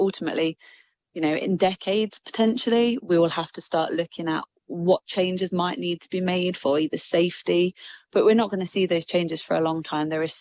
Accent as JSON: {"language": "English", "town": "Nottingham", "region": "East Midlands", "country": "United Kingdom", "tie": "born or raised there", "said": "I'm a local girl, so I'm from Nottingham"}